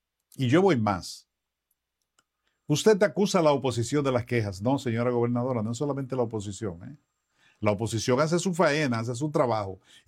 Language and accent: Spanish; Mao, Valverde, Dominican Republic; moved away; aunque no vivo en Mao, soy maeño de pura cepa y amo mi ciudad y mi entorno